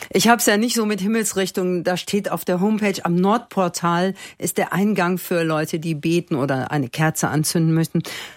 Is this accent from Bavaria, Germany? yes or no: no; Cologne, North Rhine-Westphalia, Germany; auch als Kölnerin